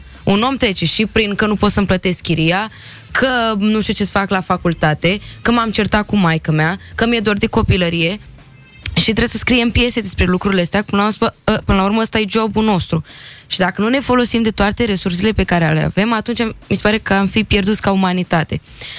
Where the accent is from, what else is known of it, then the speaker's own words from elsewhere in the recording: Romania; noi ca români